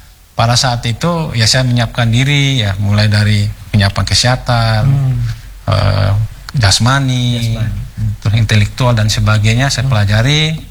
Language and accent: Indonesian; Toraja, South Sulawesi, Indonesia; moved away as an adult; Bukan dari kampung, tapi saya berasal dari desa, dari Toraja